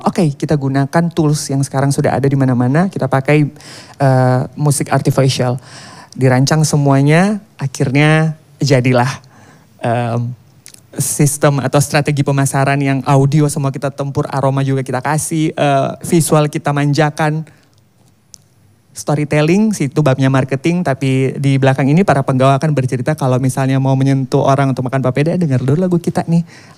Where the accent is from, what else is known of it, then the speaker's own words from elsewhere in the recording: Eastern Indonesia, Indonesia; Indonesia Timur selain makan nasi, kita makan sagu.